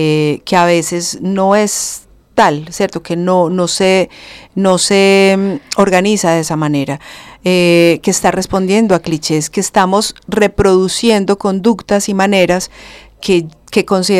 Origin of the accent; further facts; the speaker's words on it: Colombia; aquello que somos como colombianos y como latinoamericanos